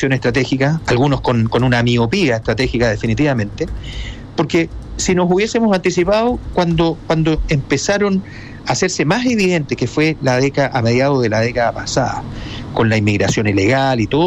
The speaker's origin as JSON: {"language": "Spanish", "country": "Chile", "said": "Eso fue un error que cuesta perdonarlo como chileno, porque estaríamos en una mejor posición hoy día haciendo frente a esto."}